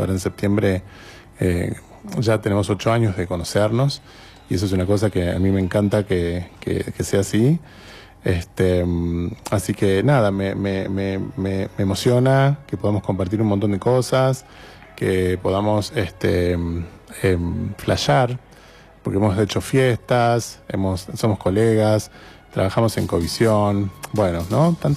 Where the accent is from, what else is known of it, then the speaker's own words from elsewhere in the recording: Tucumán, Argentina; also born or lived in Chilecito; de ahí volví a mi Tucumán querido. Quiero decir que soy mitad tucumano y mitad chilesiteño